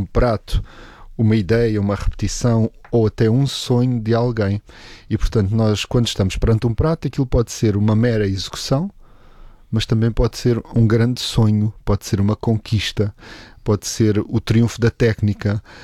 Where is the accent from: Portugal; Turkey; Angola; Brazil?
Portugal; Algarve; moved away as an adult; now in Lisbon, Portugal; Então, eu vim lá do Algarve para Lisboa para estudar Direito